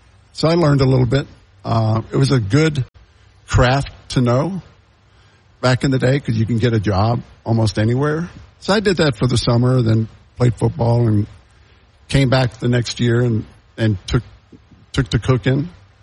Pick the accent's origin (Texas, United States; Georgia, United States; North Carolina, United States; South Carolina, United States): Texas, United States; Brownsville; now in Austin, United States; I'm a real Grand Valley boy. I grew up in Brownsville.